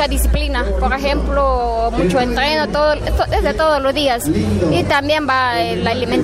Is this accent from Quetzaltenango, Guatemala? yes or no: no; San Juan Sacatepéquez, Guatemala Department, Guatemala; vengo de San Juan Zacatepeque.